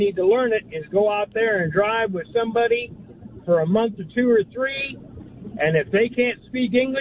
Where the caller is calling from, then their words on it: Hollywood, United States; I'm here in Hollywood.